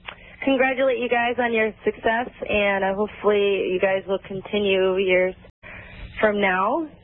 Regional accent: Chicago, Illinois, United States; now in Los Angeles, United States; I moved. I was originally from Chicago.

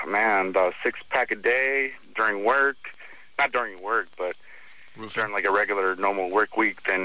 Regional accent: Long Beach, California, United States; Yeah, 19 years old, but I'm kind of from Long Beach.

